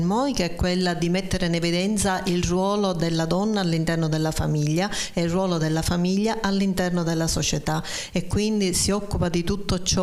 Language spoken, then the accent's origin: Italian; Sicily, Italy; amo immensamente la mia terra